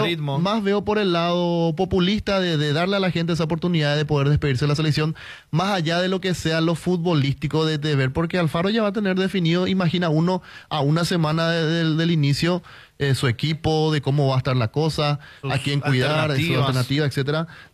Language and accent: Spanish; Paraguay